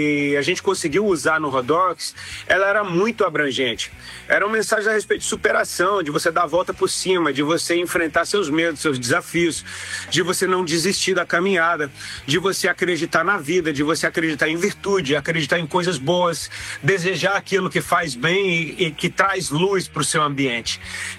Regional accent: Brasília, Federal District, Brazil; born there; also born or lived in Paraíba (parents); now in Southern Brazil; Eu sou filho de nordestinos, meus pais vieram do sertão da Paraíba, sou nascido em Brasília e moro no Sul, sabe? Mas assim, o Sul é o lugar que eu escolhi

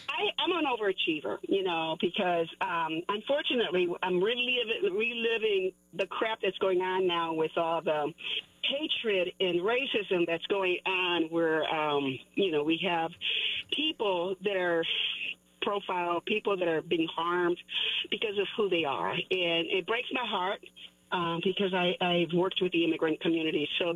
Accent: Chicago, Illinois, United States; I grew up in the Humboldt Park area, and then I ended up going to the Lakeview area, and, you know, I've been around, you know, it's mostly the north and northwest side that I've lived in Chicago. I'm a long-time Chicagoan, born and raised, native-born here, you know.

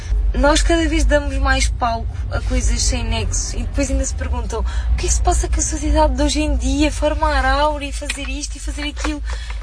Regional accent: Lisbon, Portugal; eu sou de Lisboa

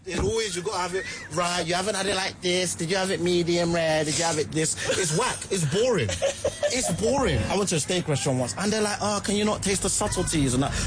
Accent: Nigeria; I'm Nigerian, yeah?

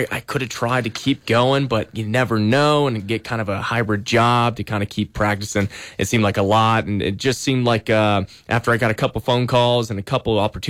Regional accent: Tallahassee, Florida, United States; born there; also born or lived in Alabama / Georgia / South Carolina; So I was born in Tallahassee because my dad's job, we moved about five times. I always joked that I was kind of a poster boy for the SEC because we went over to Alabama, Georgia, and we up to South Carolina, Florida.

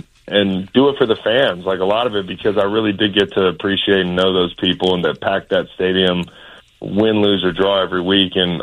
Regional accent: Charlottesville, Virginia, United States; my hometown in Charlottesville

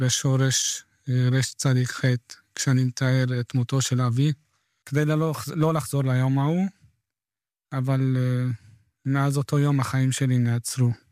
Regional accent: Lod, Central District, Israel; אני מלוד, בן 33.

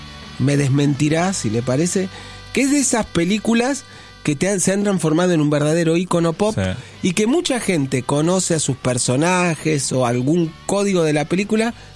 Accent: Argentina; y yo iba caminando con algo que me identificaba

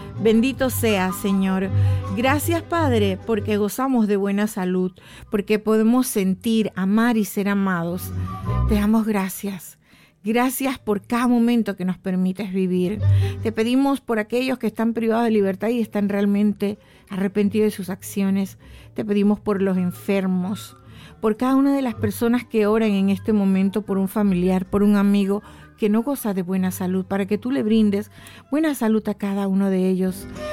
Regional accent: Monagrillo, Herrera, Panama; born there; mi tierra, de mi tierrita hermosa, Monagrillo.

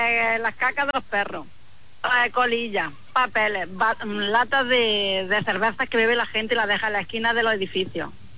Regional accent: Jaén, Andalusia, Spain; now in Pontevedra, Spain; Y no, soy andaluza, soy de Jaén.

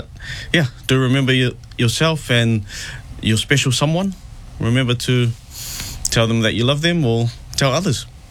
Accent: South Auckland, Auckland, New Zealand; I'm from South Auckland, and definitely a big shout out to all our South Aucklanders, our Pasifika, to be proud of South Auckland.

